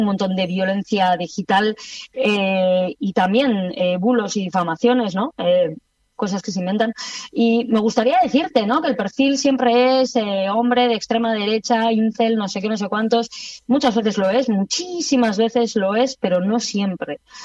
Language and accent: Spanish; Basque Country, Spain; yo soy una mujer, soy vasca, soy feminista, soy transfeminista, soy atea, radicalmente atea, y encima hago comedia